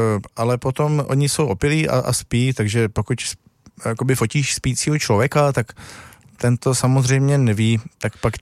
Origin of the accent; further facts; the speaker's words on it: Bohemia, Czechia; No, no tak já řeknu ne. A oni, a odkud teda seš? No, tak jsem z Čech.